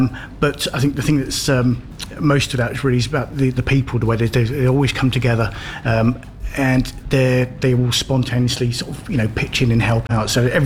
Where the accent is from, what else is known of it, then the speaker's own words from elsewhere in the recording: South East England, United Kingdom; now in Northampton, United Kingdom; Local in the sense that I moved here about sort of 20 plus years ago, but originally I was from Buckinghamshire, so it's a neighbouring county.